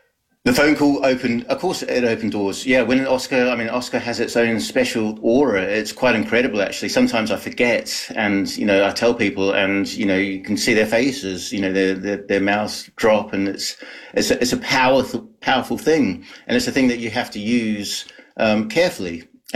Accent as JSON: {"language": "English", "country": "New Zealand", "lives_now": "United Kingdom", "said": "I'm in the UK. The producer Matthew Metcalf, GFC Films. They're in New Zealand. I'm a Kiwi, and New Zealand Film Commission supported us."}